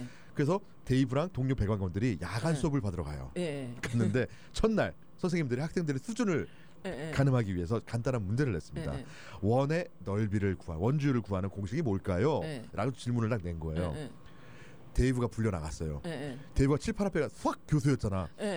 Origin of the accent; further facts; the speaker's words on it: United States; 미국 사람 난 미국 사람인데